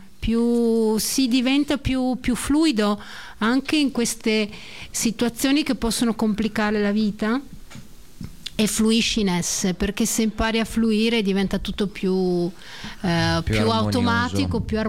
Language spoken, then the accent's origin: Italian; Sardinia, Italy; Io vengo dalla Sardegna